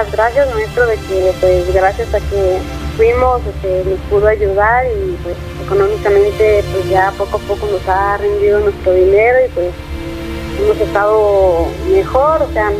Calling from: Zacatecas, Mexico; De Zacatecas

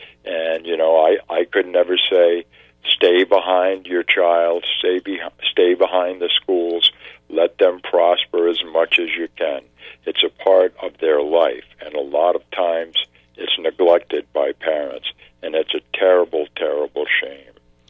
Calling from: Putnam, Connecticut, United States; And I am from Putnam

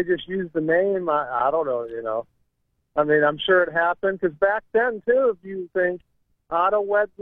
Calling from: Doylestown, Ohio, United States; I'm from Doylestown way back then.

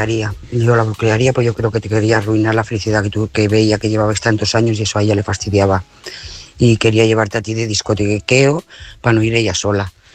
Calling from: Lloret de Mar, Catalonia, Spain; Hola, buenas noches, corresponsales, audiencia … Lloret de Mar.

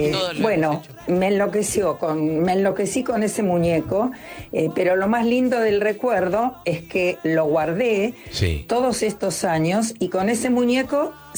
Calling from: Banfield, Buenos Aires Province, Argentina; de Banfield.

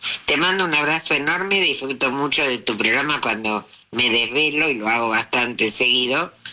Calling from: Quilmes, Buenos Aires Province, Argentina; de Quilmes.

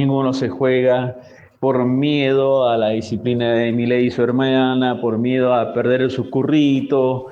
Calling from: Las Heras, Mendoza, Argentina; de las Heras.

